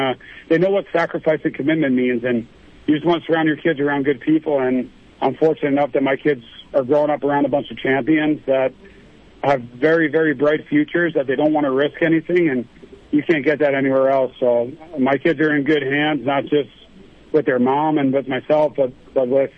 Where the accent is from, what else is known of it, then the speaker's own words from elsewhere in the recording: East Coast, United States; And, again, I'm from the East Coast